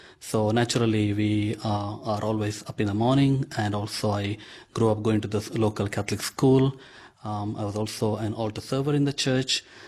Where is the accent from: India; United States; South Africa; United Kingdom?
India; Shirva, Karnataka; moved away as an adult; also born or lived in Melbourne, Australia; now in Alice Springs, Australia; So growing up in Shirava, in a small family, was interesting because I also grew up with our neighbours and neighbouring kids. So we are a farming village and farming family. We all grew rice.